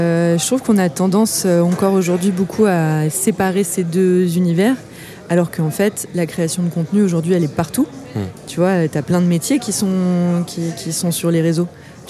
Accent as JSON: {"language": "French", "town": "Orléans", "region": "Centre-Val de Loire", "country": "France", "tie": "born or raised there", "said": "je suis une femme, je suis blanche, j'ai 32 ans, j'ai grandi à Orléans, dans tel contexte, je suis passée par l'aide sociale à l'enfance"}